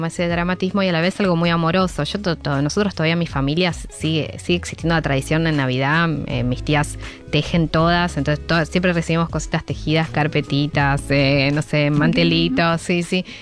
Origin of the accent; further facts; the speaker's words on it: Rafaela, Santa Fe, Argentina; mi vínculo con Rafaela como que sí, es muy fuerte